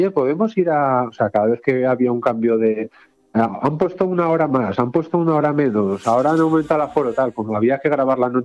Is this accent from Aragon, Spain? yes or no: yes; Aragon, Spain; now in Valencia, Spain; Un saludo a todos mis paisanos aragoneses